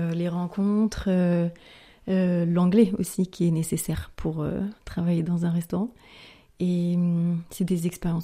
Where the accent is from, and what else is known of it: France